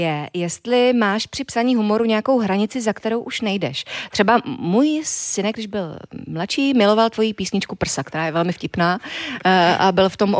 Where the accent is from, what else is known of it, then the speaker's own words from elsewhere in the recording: Havířov, Moravian-Silesian Region, Czechia; pocházíme obě z Havířova, jsme severomoravačky